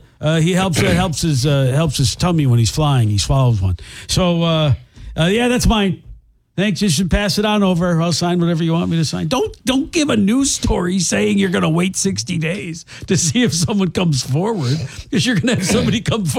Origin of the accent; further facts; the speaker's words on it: United States; I'm from America.